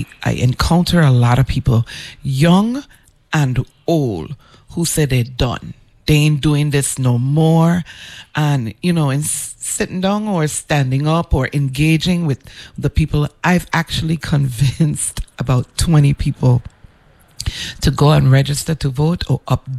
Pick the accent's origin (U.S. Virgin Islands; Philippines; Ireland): U.S. Virgin Islands; St. Croix; I was born on St. Croix to two Antiguan parents that came here to look for a better life. And I was born, raised here.